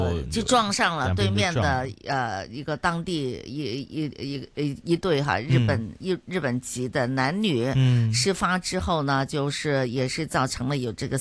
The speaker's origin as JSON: {"language": "Chinese", "country": "Hong Kong"}